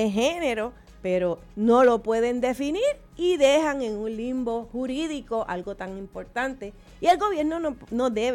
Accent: Puerto Rico; born there; yo nací en Puerto Rico

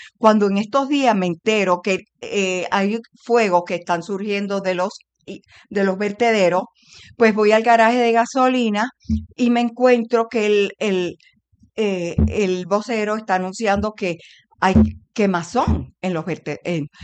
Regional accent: Aguadilla, Puerto Rico; Y resulta que voy a Aguadilla, que yo soy oriunda de Aguadilla, un lunes a las 7 de la mañana a la Santa Misa

